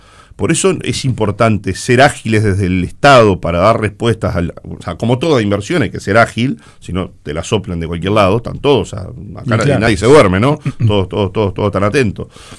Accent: Uruguay

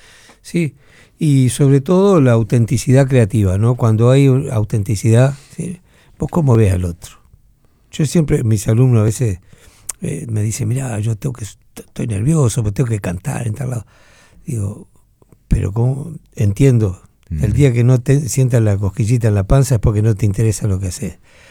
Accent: Tacuarembó, Uruguay; Nosotros crecimos, mirá, en Tacuarembó

